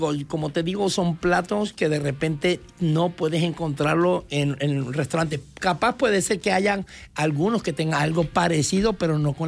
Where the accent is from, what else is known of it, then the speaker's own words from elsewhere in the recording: Peru; now in El Salvador; yo como peruano